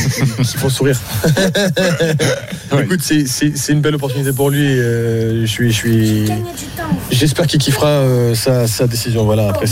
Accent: Charenton-le-Pont, Île-de-France, France; moi, déjà, je suis de Charenton

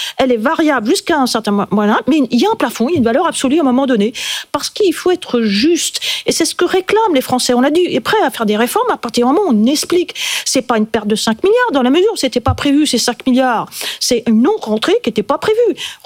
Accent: Île-de-France, France; moi, je viens des Yvelines, l'infrastructure n'est pas terrible.

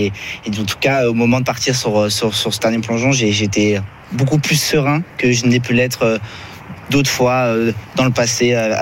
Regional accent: Lyon, Auvergne-Rhône-Alpes, France; Moi, j'ai grandi à Lyon. J'ai fait primaire, collège, lycée là-bas

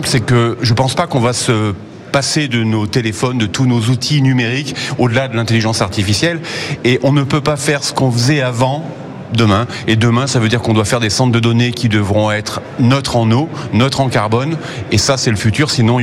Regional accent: France; Je suis français, je prône le développement en France.

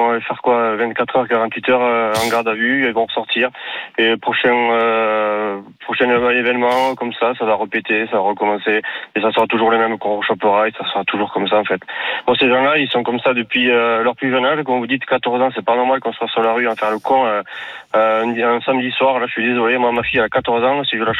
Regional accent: Pau, Nouvelle-Aquitaine, France; mais moi je viens de Pau

